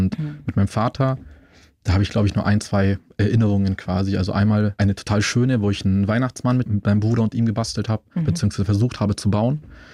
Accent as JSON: {"language": "German", "town": "Munich", "region": "Bavaria", "country": "Germany", "tie": "born or raised there", "said": "also ich bin in Schwabing aufgewachsen, die meisten meiner Mitschüler hatten irgendwie ein Einfamilienhaus."}